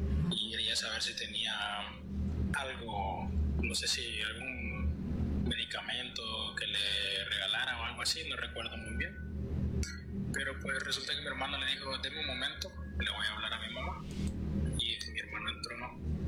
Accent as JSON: {"language": "Spanish", "region": "Cortés", "country": "Honduras", "said": "Soy de Honduras, del departamento de Cortés."}